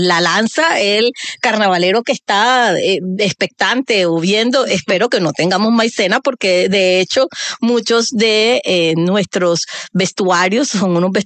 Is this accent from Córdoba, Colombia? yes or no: no; Barranquilla, Atlántico, Colombia; los barranquilleros nos damos el lujo de nacer en cualquier lugar del mundo